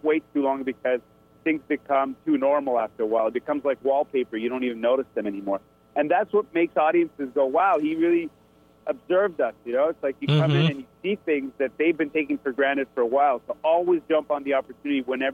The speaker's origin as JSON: {"language": "English", "country": "Canada", "said": "Like here I'm touring America and I'm pretty much giving my perspective as a Canadian neighbor on what's going on in the States right now and comparing and contrasting."}